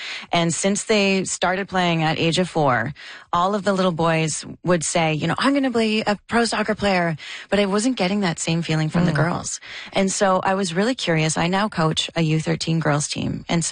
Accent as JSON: {"language": "English", "town": "Ottawa", "region": "Ontario", "country": "Canada", "tie": "born or raised there", "said": "Interestingly enough, because I grew up playing soccer in Ottawa"}